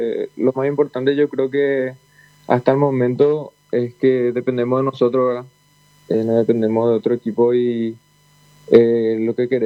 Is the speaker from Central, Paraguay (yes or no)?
yes; Mariano Roque Alonso, Central, Paraguay; Sí, de Mariano, así mismo.